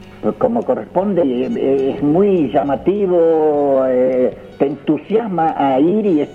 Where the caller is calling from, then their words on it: Colonia Dora, Santiago del Estero, Argentina; que esto, que el otro, de Colonia Dora